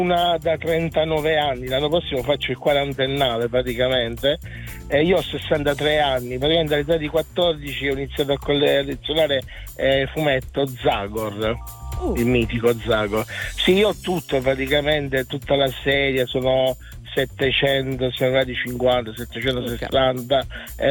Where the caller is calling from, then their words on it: Foggia, Apulia, Italy; Da Foggia, una delle città più calde d'Italia